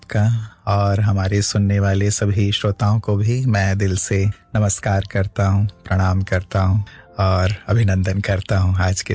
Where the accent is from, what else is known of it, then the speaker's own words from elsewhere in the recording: Ambikapur, Chhattisgarh, India; also born or lived in Bilaspur, Chhattisgarh; तो बिलासपुर में रहना हुआ, उसके बाद पिताजी का ट्रांसफर हो गया तो हम अंबिकापुर चले गए, वो भी छत्तीसगढ़ में ही है। तो वहीं मेरी स्कूलिंग आदि सभी अंबिकापुर में ही हुई।